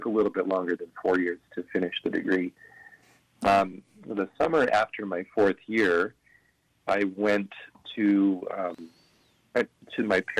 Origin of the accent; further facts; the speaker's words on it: Pasco, Washington, United States; I was born and raised in Pasco, Washington, and so I grew up in St. Patrick Parish, which is now the largest parish in the diocese. I'm the youngest of seven